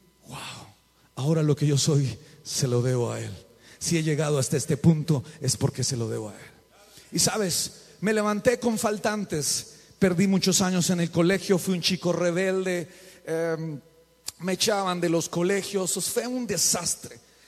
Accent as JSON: {"language": "Spanish", "country": "Colombia", "moved": "yes", "said": "Aquí no hay nada, pero allá, bueno, yo vengo de Colombia y allá había muchos."}